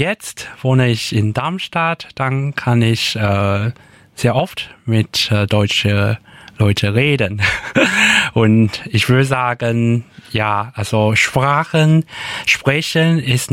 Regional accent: Taiwan; accent: Hokkien; first language Taiwanese Hokkien; German is a second language; aber auf meinem Dialekt Hokkien ist Zui. Deswegen, ich würde sagen, dass es kann man mit Hochdeutsch und Bayerisch vergleiche.

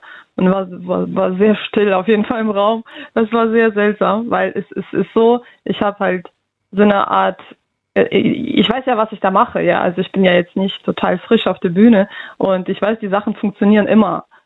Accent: Russia; now in Germany

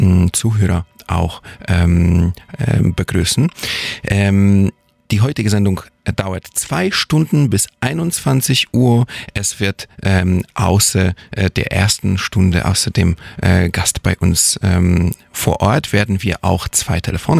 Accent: Gdańsk, Pomeranian Voivodeship, Poland; now in Darmstadt, Germany; Ich komme auch selbst aus Danzig

